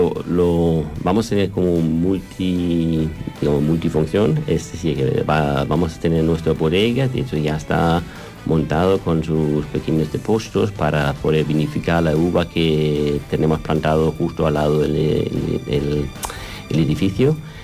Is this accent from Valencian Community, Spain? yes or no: yes; Valencian Community, Spain; Somos de aquí, de la Marina Alta.